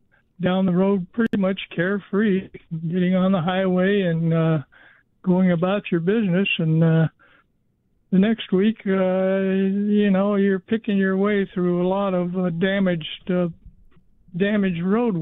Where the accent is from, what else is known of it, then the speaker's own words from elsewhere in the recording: California, United States; I grew up in California.